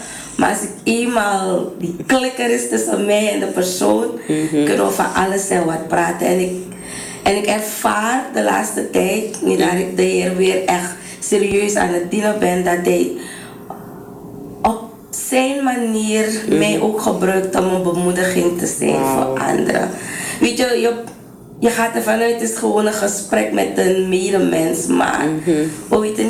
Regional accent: Nigeria; Dutch is a second language; now in Netherlands; Ik ben trots om dat te zeggen. Ik ben een Nigeriaanse vrouw. En ja, daar ben ik gevormd.

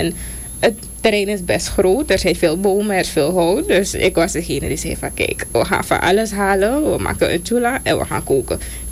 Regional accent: Suriname; Ja, kijk, we zijn Surinamers gewoon.

